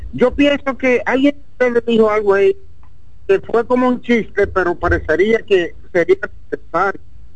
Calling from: Sánchez Ramírez, Dominican Republic; de Sánchez Tamírez.

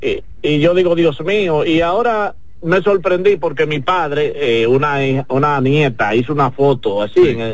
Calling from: Santo Domingo Este, Santo Domingo, Dominican Republic; Santo Domingo Este.

